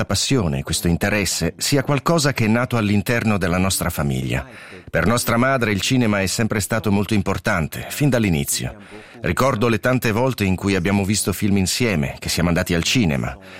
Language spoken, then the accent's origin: Italian; Aarberg, Bern, Switzerland; born there; Siamo nati ad Arberg, nel Canton Berna. La città più vicina era Bienne, dove c'era il Film Podium.